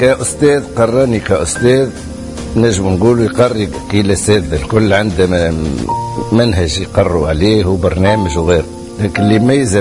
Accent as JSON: {"language": "Arabic", "town": "Gabès", "region": "Gabès Governorate", "country": "Tunisia", "also_born_or_lived": "Medenine", "said": "عرف أني من جابس"}